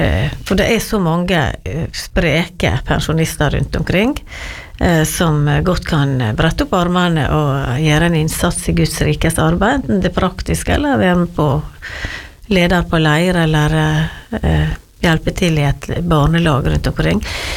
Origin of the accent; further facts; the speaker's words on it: Giske, Møre og Romsdal, Norway; also born or lived in Trondheim; Neida, men jeg sier nå det at jeg vokste opp på Giske da, selv om jeg var nesten 8 år før jeg kom dit.